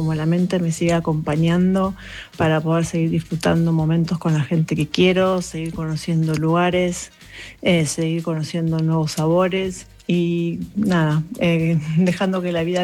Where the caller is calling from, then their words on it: Béccar, Buenos Aires Province, Argentina; de Becar.